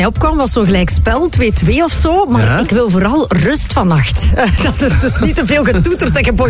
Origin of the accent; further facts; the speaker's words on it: Mol, Flanders, Belgium; moved away; ik ben oorspronkelijk van Mol. En Mol is zo'n grensgemeente. Ja. Wij liggen op de grens met Nederland, dus Postel. En dan heb je zo Valkenswaard en al die dingen.